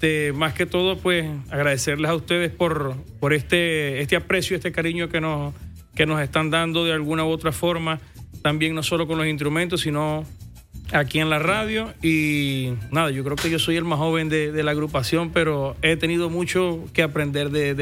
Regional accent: Maracaibo, Zulia, Venezuela; moved away; Soy de aquí, de Maracaibo. Ajá. Nacido, criado aquí en Maracaibo, pero tenía 8 años que no visitaba mi tierra natal.

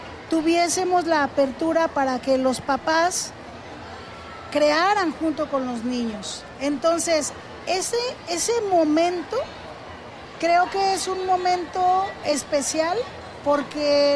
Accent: El Arenal, Jalisco, Mexico; La variedad de verdes, yo que soy del pueblo del Arenal.

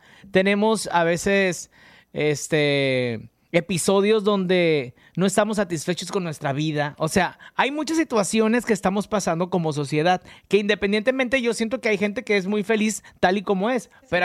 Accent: Sinaloa, Mexico

